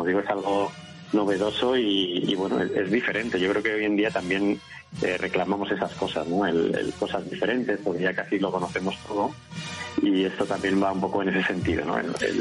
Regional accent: Salamanca, Castile and León, Spain; Yo la verdad es que suelo ir mucho porque, como digo, soy de Salamanca y...

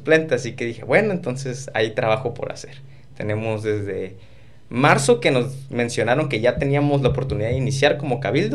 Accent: Baja California Sur, Mexico; now in Tijuana, Mexico; Yo soy originario de Baja California Sur, de hecho. Ajá. Pero tengo mi familia en el norte desde siempre. Mis padres estudiaron aquí. Uh-huh. Así que para mí el irme al norte era algo que iba a pasar. Cuestión de tiempo, yo sabía que iba a terminar aquí en Tijuana.

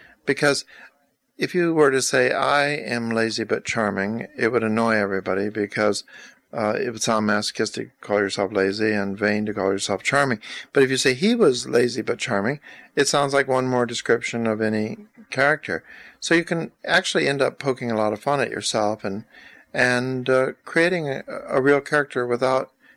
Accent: Texas, United States; whereas I'm white trash from Texas.

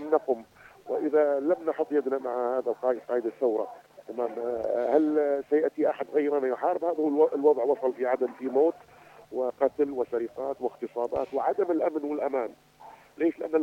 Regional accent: Yemen; عندنا في الجنوب

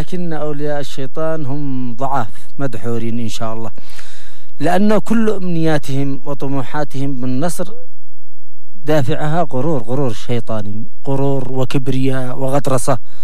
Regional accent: Yemen; أن شعبنا اليمني العزيز

